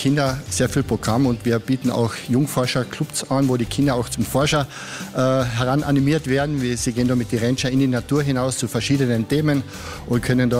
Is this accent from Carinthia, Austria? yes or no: yes; Mallnitz, Carinthia, Austria; Ja, es ist zum Verlieben da bei uns in Malnitz und auch in Malta.